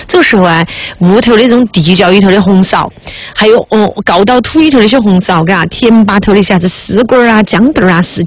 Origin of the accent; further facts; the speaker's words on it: Sichuan, China; 在我们四川人的 DNA 当中，